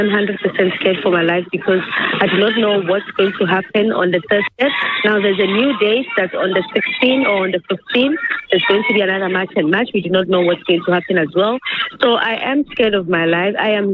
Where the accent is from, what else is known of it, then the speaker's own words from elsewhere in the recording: South Africa; Personally, I grew up here in South Africa, and I have never had any problems with South Africans here.